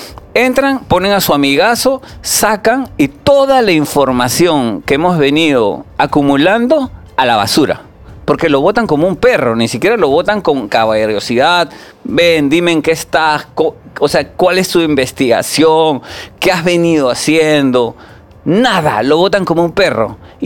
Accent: Tumbes, Peru; Yo vengo de Tumbes y en Tumbes hay 100% organizaciones criminales

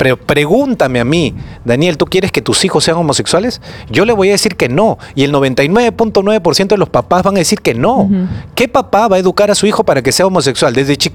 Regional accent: Peru

